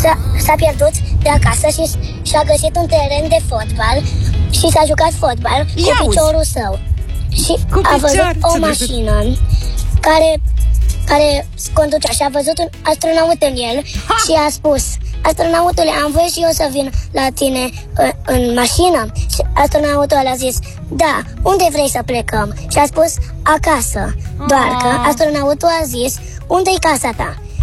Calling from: Bucharest, Romania; din București și am 6 ani

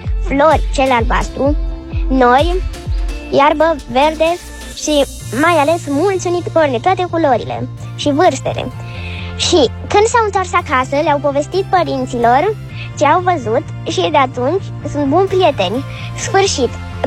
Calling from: Iași, Iași County, Romania; din Iași, am 8 ani.

